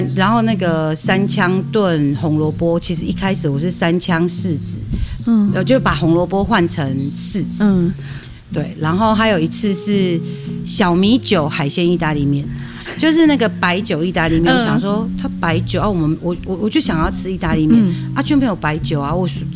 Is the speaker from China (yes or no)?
no; Taitung County, Taiwan; 我们从我们土生土长，我们吃了我们在地的野菜之后，你才会知道说德拉南土地的香气是怎么样。